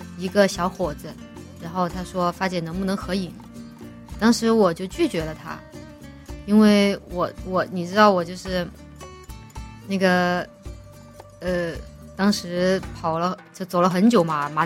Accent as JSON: {"language": "Chinese", "region": "Chongqing", "country": "China", "said": "我以为只有我们重庆人不会骑自行车。"}